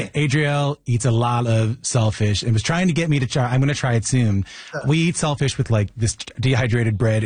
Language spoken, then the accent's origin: English; Newfoundland and Labrador, Canada; I'm from Newfoundland. And we eat a lot of saltfish in Newfoundland, right?